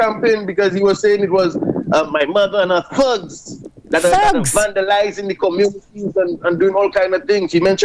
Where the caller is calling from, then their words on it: Castries, St. Lucia; I am from Central Castries